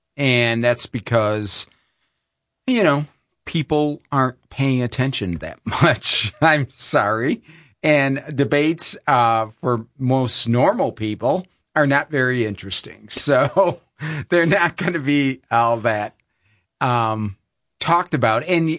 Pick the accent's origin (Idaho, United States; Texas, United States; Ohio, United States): Ohio, United States; Toledo; I'm originally from Toledo. He's from Napoleon.